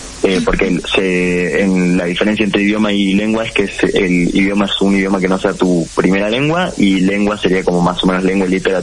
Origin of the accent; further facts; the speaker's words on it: Salta, Argentina; soy de acá de Salta.